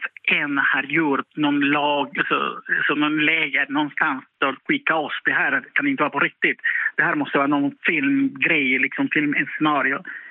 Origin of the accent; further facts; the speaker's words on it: Barranquilla, Atlántico, Colombia; Swedish is a second language; moved away as an adult; now in Vilhelmina, Sweden; från min hemstad som heter Barranquilla och ligger i Vitkaribien.